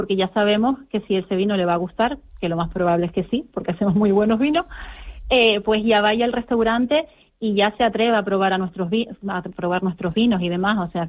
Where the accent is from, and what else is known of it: Canary Islands, Spain